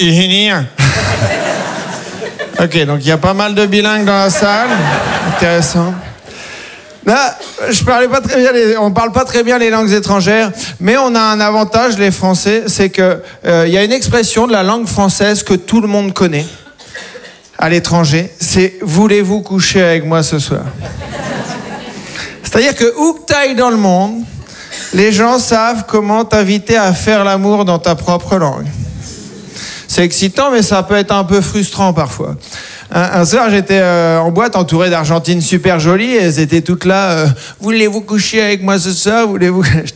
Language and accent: French; Caen, Normandy, France; also born or lived in Paris